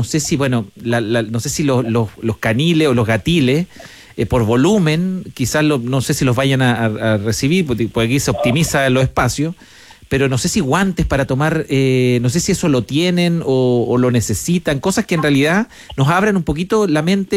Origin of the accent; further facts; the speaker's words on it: Chile; nosotros como chilenos